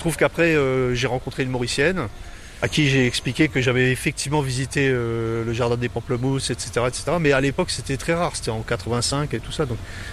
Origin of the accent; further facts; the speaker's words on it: Paris, Île-de-France, France; accent: Parisian; Ah ouais, je suis même né dans Paris, ce qui est très rare.